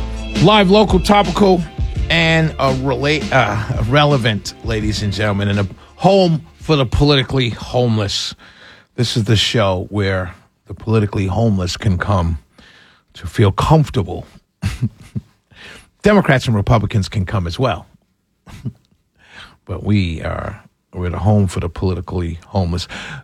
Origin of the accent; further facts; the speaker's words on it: New York City, New York, United States; It's growing up in New York City.